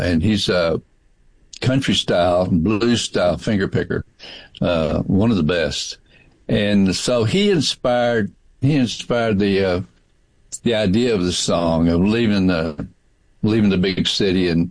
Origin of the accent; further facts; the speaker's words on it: Houston, Texas, United States; now in San Marcos, United States; born and raised in Houston in the flatlands, you know, being up here in Austin area, in the Hill Country area, we're in San Marcos now.